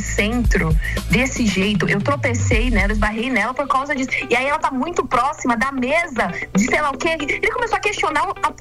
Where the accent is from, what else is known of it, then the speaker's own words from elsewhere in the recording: São Paulo, Brazil; Não, eu sou de São Paulo, tinha ido viajar e eu voltei.